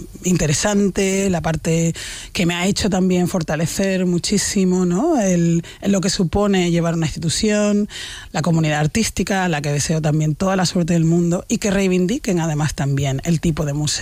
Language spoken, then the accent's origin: Spanish; Canary Islands, Spain; also born or lived in Córdoba; Yo es que me siento muy canaria. Cordobesa también